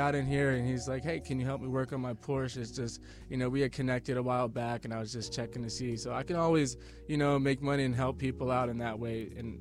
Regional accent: Glenelg, Maryland, United States; I'm from Howard County, Maryland, specifically Glenelg area. I grew up there all my life, and it's a great area to be in, great schools.

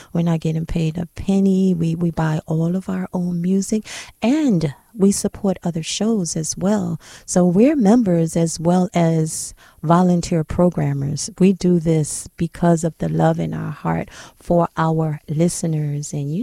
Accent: Philadelphia, Pennsylvania, United States; That's a Philly soul song. That's my hometown.

